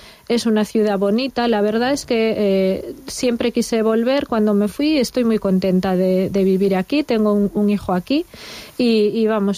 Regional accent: Viavélez, Asturias, Spain; Soy de un pueblo de Asturias, de cerca de Galicia, del occidente, se llama Vía Vélez, es muy pequeñito

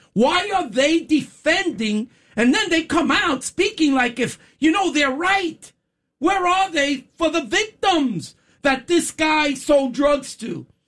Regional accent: New York, United States; You know, New Yorkers, I'm a New Yorker.

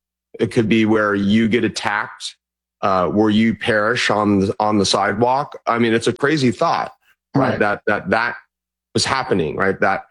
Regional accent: Mission Viejo, California, United States; now in San Francisco, United States; You know, I grew up in Orange County in Mission Viejo, I went to school in L.A. now, and then went to grad school in Monterey. I live here in San Francisco. So I'm a native Californian, born and bred here.

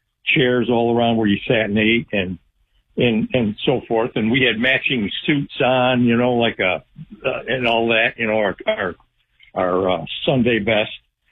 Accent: New York, United States; New York. Yeah, I'm from New York, so that's why we went.

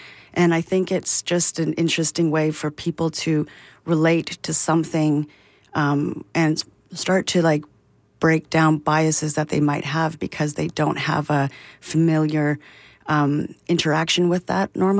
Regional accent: Alberta, Canada; growing up in Alberta in the 90s and you know, kind of figuring out you're queer

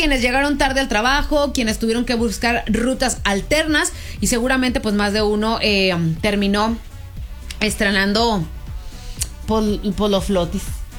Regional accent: Gómez Palacio, Durango, Mexico; Los que somos de Gómez Palacio

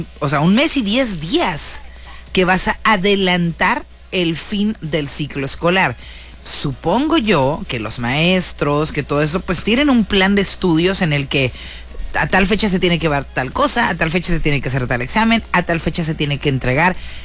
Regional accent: northern Mexico, Mexico; como buena persona norteña, resignada, más no acostumbrada al calor

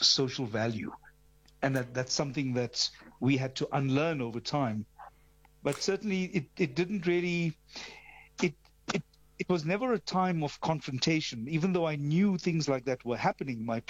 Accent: Tongaat, KwaZulu-Natal, South Africa; born or raised there

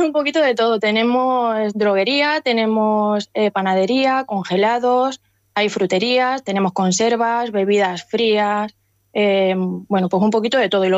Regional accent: Puertollano, Castilla-La Mancha, Spain; moved away as an adult; now in La Viñuela, Spain; yo soy de Puerto Llano, pero mis padres tienen un campo a un kilómetro y poquito de aquí del pueblo. Y bueno, yo los veranos los he pasado aquí con mis padres, con mi hermana.

